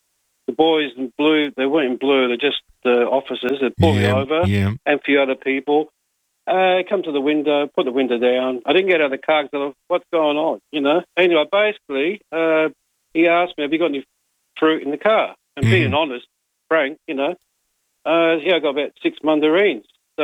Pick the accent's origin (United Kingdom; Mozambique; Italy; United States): Italy; now in Australia; We come from Italy, about 55, clocking about 60 years.